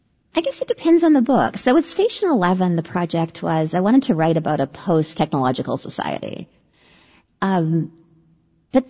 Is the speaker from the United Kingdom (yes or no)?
no; Canada; I'm Canadian. I feel like I was politer about it.